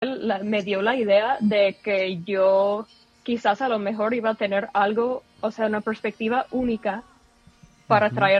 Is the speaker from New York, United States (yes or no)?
yes; New York, United States; yo crecí en Nueva York.